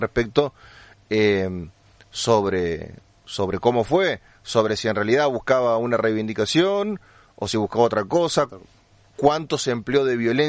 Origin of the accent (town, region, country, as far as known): Argentina